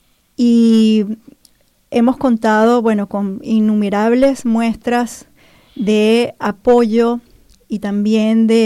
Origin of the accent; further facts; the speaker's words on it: Venezuela; nuestro país, a Venezuela